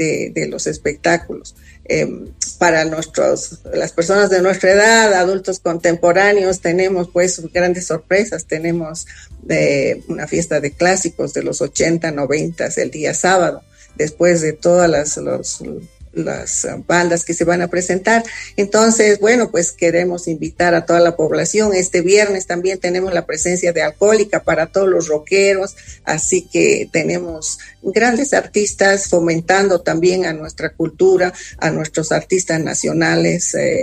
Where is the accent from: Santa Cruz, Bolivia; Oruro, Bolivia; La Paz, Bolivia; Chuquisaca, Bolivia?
La Paz, Bolivia; Sin embargo, como todo paceño, tenemos la esperanza